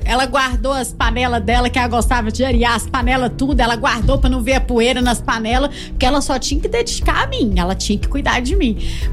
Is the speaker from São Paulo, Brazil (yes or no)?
no; Catalão, Goiás, Brazil; born there; eu nasci em Catalão, mas a minha família de origem, ela é de Davinópolis.